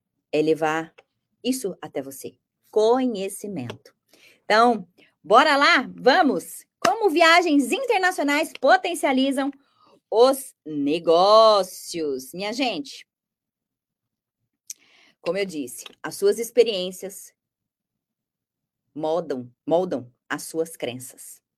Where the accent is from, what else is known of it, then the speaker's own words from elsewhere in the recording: Brazil; sou brasileira com muito orgulho.